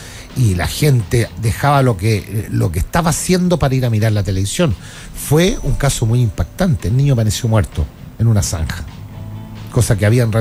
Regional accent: Chile; Somos buenos los chilenos nosotros para cambiar cosas y tener nuestro propio sentido.

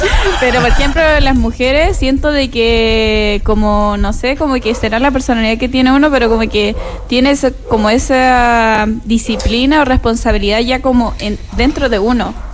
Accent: Mejillones, Antofagasta, Chile; no es mi ciudad, porque yo soy de Mejillones, pero... no sé, yo amo mi región y amo el norte

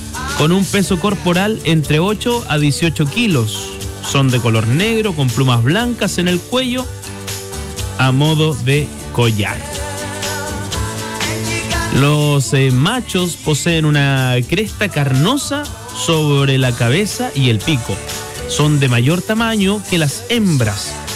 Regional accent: Osorno, Los Lagos, Chile; y ustedes saben que yo no soy de acá de la Unión, soy de Osorno.

